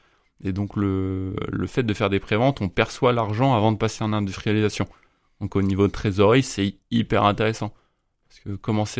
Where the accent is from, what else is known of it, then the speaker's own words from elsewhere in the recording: Brittany, France; c'est-à-dire que j'ai grandi dans les Côtes d'Armor et maintenant j'ai fait mes études en Ille-et-Vilaine, enfin à Rennes.